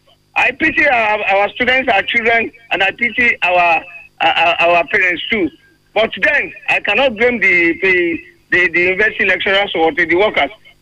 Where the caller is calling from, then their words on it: Owo, Ondo, Nigeria; from Owo.